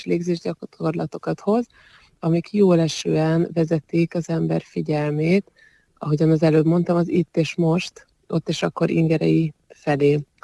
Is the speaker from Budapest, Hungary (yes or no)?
yes; Budapest, Hungary; born or raised there